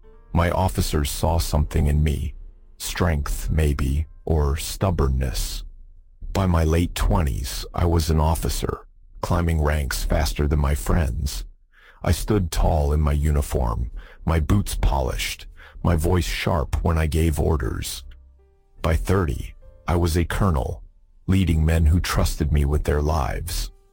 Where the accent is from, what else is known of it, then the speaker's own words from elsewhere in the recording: Bandar Bushehr, Bushehr Province, Iran; I was born in 1958 in Bandar Bushehr, a dusty port city by the Persian Gulf. The air always smelled of salt and fish, and the sun burned so hot you could feel it through your sandals.